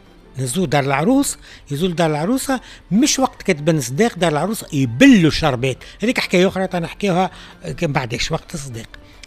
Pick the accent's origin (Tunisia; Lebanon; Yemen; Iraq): Tunisia